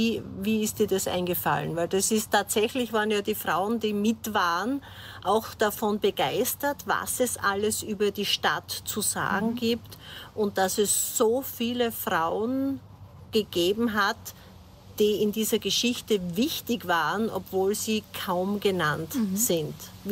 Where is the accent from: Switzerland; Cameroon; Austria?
Austria; Leibnitz, Styria; also born or lived in Graz; also ich bin zwar in Graz geboren, aber ich bin ewig Leibnizerin, Kaindorferin.